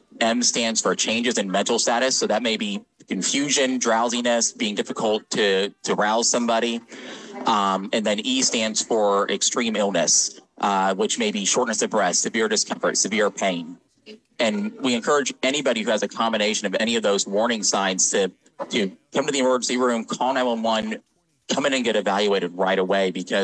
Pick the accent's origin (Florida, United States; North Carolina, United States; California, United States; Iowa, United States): Florida, United States; Orlando; also born or lived in Midwest; now in Kentucky, United States; I grew up down in Orlando, Florida originally, and then kind of lived all over the Midwest.